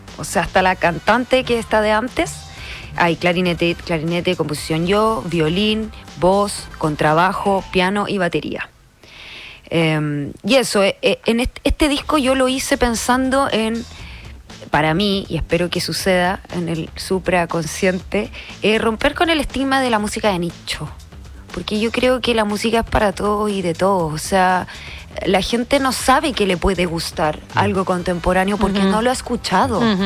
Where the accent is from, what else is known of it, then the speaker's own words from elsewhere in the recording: Santiago, Santiago Metropolitan Region, Chile; moved away as an adult; also born or lived in Valparaíso; now in Papudo, Chile; yo en verdad soy de la ciudad, soy de Santiago, vivo hace 7 años en Papudo y de ahí desarrollo mi trabajo